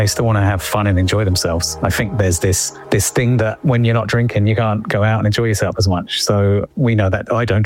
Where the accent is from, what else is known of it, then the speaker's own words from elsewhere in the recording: London, United Kingdom; I'm from London. My partner, she's from Czech.